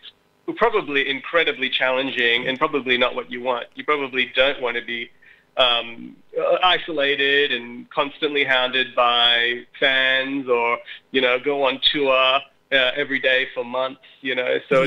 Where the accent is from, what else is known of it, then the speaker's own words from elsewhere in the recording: Australia; displace your own kind of complex experience as an Australian of South Asian heritage and sort of explain and tell the stories of your migrant parents.